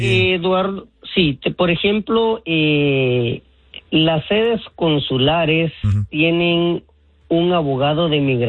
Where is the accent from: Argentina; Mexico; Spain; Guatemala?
Guatemala; moved away; nosotros salimos de Guatemala, pero Guatemala no ha salido de nosotros, y estamos pendientes de todas las situaciones que están pasando, por ejemplo, que afectan a nuestro, a nuestra comunidad, no solo acá, sino también allá, porque nuestra gente vive de las remesas